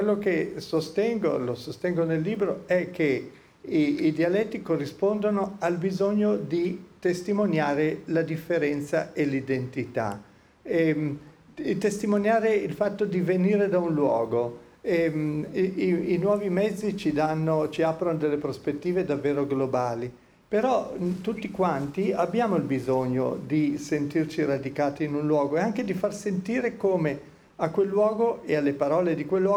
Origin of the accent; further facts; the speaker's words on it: Milan, Lombardy, Italy; Io non parlo nessun dialetto, io sono milanese